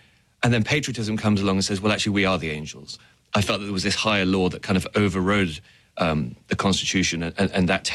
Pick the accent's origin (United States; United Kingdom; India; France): United Kingdom; people always expect me as a Brit to be an expert on the royal family